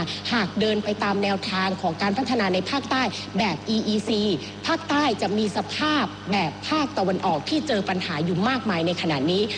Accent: Southern Thailand, Thailand; ในฐานะคนใต้ด้วยกัน

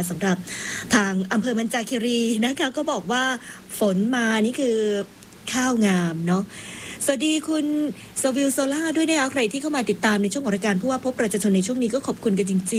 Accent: Isan, Thailand; เราเป็นชาวอีสานค่ะ

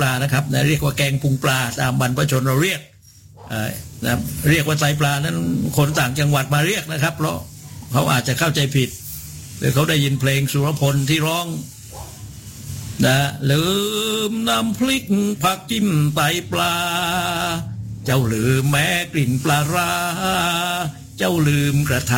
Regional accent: Nakhon Si Thammarat, Thailand; ในฐานะผมก็เป็นคนนครศรีธรรมราชคนหนึ่ง

